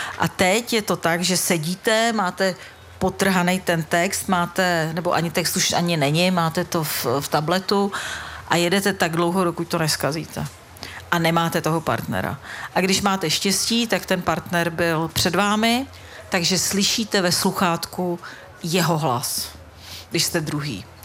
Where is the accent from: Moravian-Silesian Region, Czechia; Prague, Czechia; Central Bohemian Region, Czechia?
Prague, Czechia; Jsem z Praha